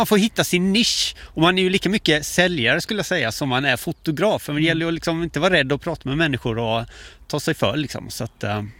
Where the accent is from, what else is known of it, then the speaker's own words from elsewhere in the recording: Halmstad, Halland County, Sweden; also born or lived in Stockholm; now in Gothenburg, Sweden; jag bodde i Stockholm i... fram till 2013, jag kommer från Halmstad från början. Och sen så bodde jag fram till 2013 och flyttade till Göteborg.